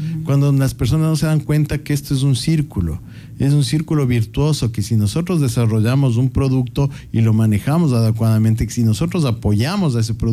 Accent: Quito, Pichincha, Ecuador; now in Santo Domingo, Ecuador; yo no soy de Santo Domingo, pero creo que tengo el corazón de los más grandes de Santo Domingo. Siempre estoy aquí. Yo soy de Quito. Mi esposa es de acá. Ahora tengo mis gemelas santodomingueñas. Entonces eso me hace más santodomingueño que muchos.

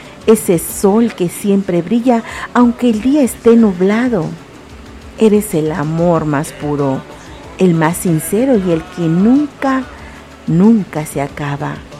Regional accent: Tizimín, Yucatán, Mexico; transmitiendo con mucho orgullo y mucho amor desde mi tierra bonita, desde Tizimín, Yucatán, para todo el mundo.

